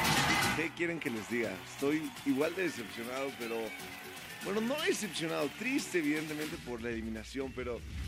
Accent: Mexico; cómo somos como mexicanos

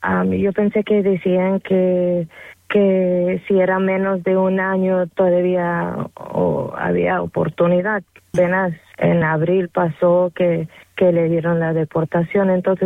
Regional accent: United States; born there; Yo soy nacida aquí, yo soy americana

